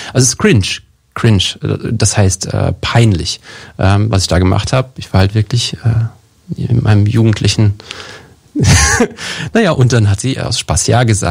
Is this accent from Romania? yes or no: yes; Romania; Genau, also wir kommen aus Rumänien, wir haben den Hintergrund dort, und als meine Mutter dann das Frauenhaus in Rumänien gestartet hat, war klar, die Verbindung zu Rumänien bleibt